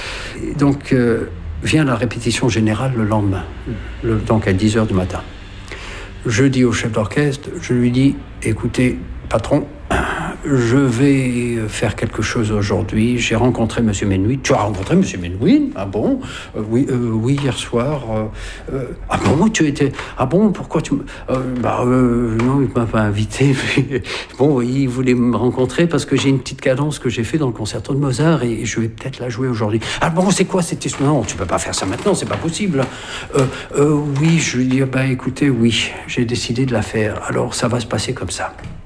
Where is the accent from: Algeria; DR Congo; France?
Algeria; born there; toute ma famille était là, les pieds noirs, parce que je suis né en Algérie.